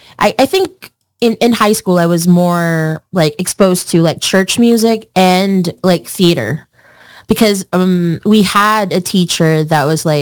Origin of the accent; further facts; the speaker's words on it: Philippines; I am from the Philippines, and it's actually very weird because nobody can like guess that like from the get-go. And I'm like, yeah, I'm streaming live from the Philippines.